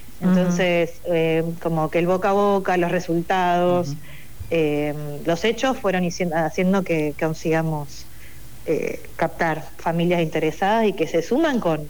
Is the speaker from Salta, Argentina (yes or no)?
no; Buenos Aires, Argentina; accent: Buenos Aires; yo tengo acento de Buenos Aires, ¿no? Yo soy porteña.